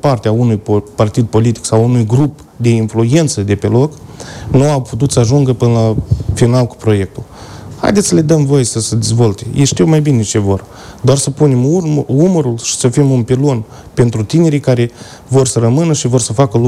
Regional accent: Orhei, Orhei District, Moldova; sunt de Baștină, din Orhei.

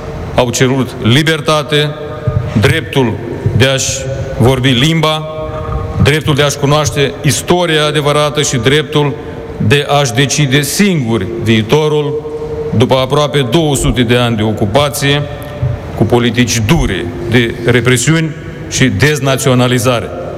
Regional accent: Andrușul de Sus, Cahul District, Moldova; noi cei din Andrușul de Sus, de la Cahul

